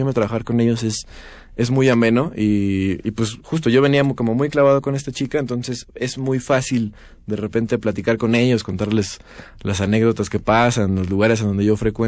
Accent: State of Mexico, Mexico; born there; now in Mexico City, Mexico; Yo nací en el Estado de México, pero desde siempre estaba enamorado de esta ciudad

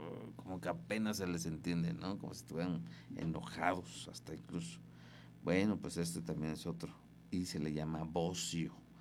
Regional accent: Mexico

